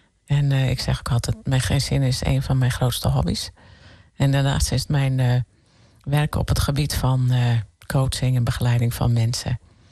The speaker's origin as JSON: {"language": "Dutch", "region": "northern Netherlands", "country": "Netherlands", "accent": "northern", "moved": "yes", "lives_now": "Eindhoven area, Netherlands", "said": "Mensen zouden het niet denken aan mijn tongval. Ik heb een noordelijke tongval, maar ik woon nu helemaal in Noord-Brabant. Vlakbij Eindhoven."}